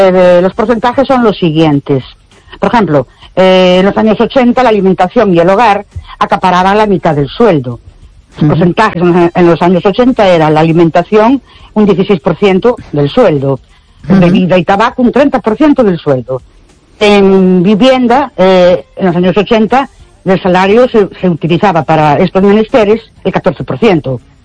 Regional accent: Ourense, Galicia, Spain; Buenas noches … de Orense.

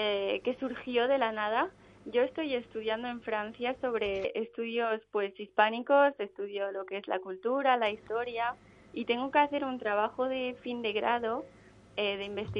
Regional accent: Balearic Islands, Spain; born there; first language Spanish; now in Ferrol, Spain; el castellano lo hablo muy bien porque fue mi primer idioma. Yo nací en Mallorca y empecé a hablar francés un poco más tarde.

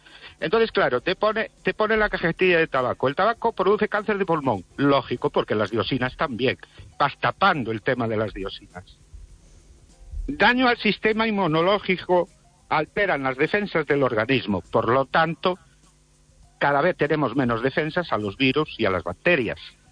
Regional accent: Ourense, Galicia, Spain; de Orense. Buenas noches.

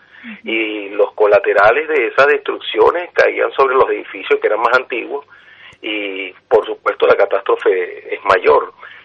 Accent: La Guaira, Venezuela; born there; nací en La Guaira.

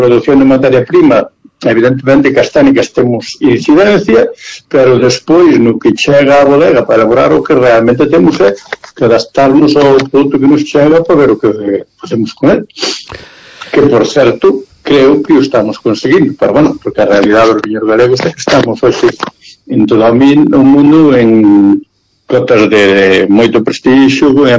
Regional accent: Galicia, Spain; da forma que somos os galegos

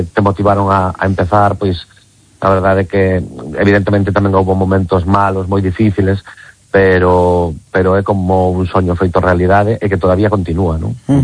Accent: Galicia, Spain; Entendía que seríamos vascos, pero nada máis, non. Somos galegos

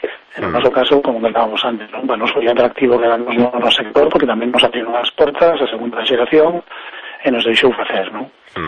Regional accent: Galicia, Spain; Como galego, pues, moito dicir que depende.

